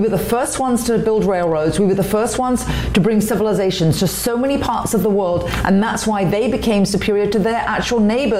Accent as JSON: {"language": "English", "region": "England", "country": "United Kingdom", "tie": "born or raised there", "moved": "yes", "said": "No, even back when I was a girl growing up in England, I have learnt more about the greatness of the British Empire"}